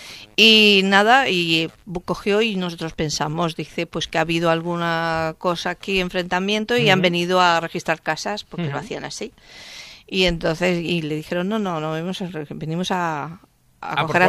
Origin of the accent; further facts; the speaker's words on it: Spain; Además, yo soy también española, entonces